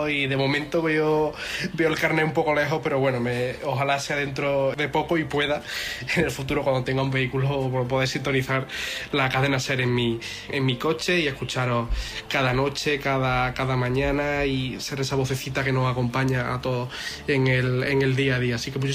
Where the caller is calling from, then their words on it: Seville, Andalusia, Spain; hablo desde Sevilla.